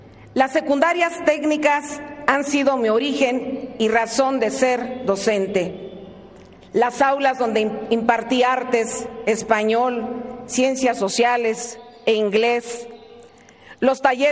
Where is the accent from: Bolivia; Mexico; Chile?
Mexico; Michoacán; Vengo orgullosamente de Michoacán, de una familia de maestras y maestros